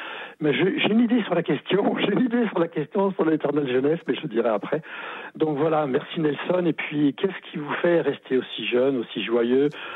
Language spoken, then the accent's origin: French; Auvergne-Rhône-Alpes, France